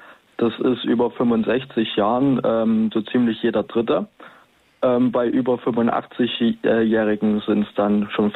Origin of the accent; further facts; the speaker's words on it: Leipzig, Saxony, Germany; Also wir kommen aus Leipzig, wir sind tatsächlich also in Ostdeutschland zugange.